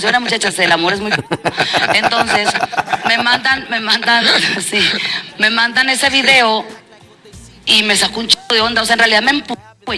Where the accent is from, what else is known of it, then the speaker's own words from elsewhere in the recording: Monterrey, Nuevo León, Mexico; pues soy de Monterrey